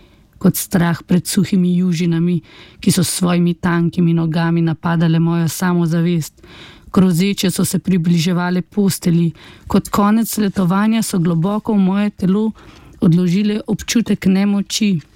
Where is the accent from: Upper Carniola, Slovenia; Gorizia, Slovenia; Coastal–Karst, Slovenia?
Upper Carniola, Slovenia; mi, ko smo bili otroci, jaz sem iz Gorenjske, smo hodili v Lesce